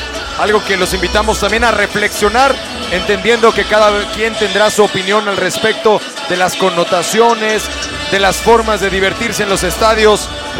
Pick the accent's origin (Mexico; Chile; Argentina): Mexico; Somos afortunados como mexicanos de ser sede, de ser anfitriones.